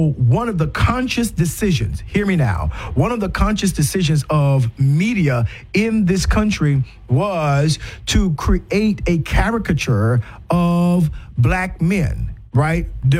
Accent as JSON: {"language": "English", "region": "South Carolina", "country": "United States", "tie": "born or raised there", "said": "I grew up in South Carolina, and there was, you know, a mixture, right? There was, you know, what we call the Geechee or the Gullah black man."}